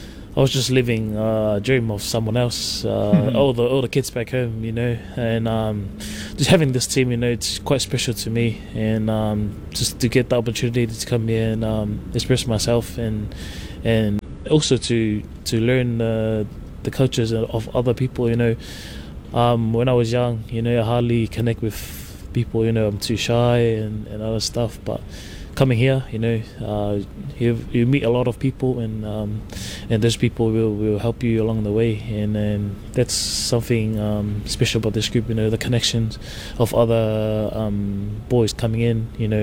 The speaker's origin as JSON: {"language": "English", "country": "Ireland", "tie": "born or raised there", "said": "You know, it's the dream from me growing up in Ireland, you know, playing club footy"}